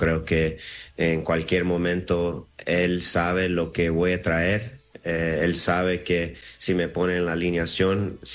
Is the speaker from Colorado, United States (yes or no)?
no; Los Angeles, California, United States; also born or lived in Seattle; Yo nací en Los Ángeles, me crecí ahí, 18 años, y me fui al colegio, a la universidad en Seattle, y ahí me quedé otros 12, 13 años ahí en Seattle.